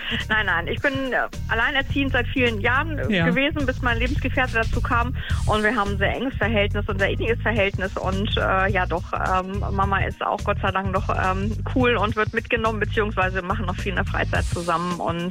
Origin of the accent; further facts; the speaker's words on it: Hanover, Lower Saxony, Germany; ich bin Hannoveranerin, Ur-Hannoveranerin, genau, ja, wie meine Kinder.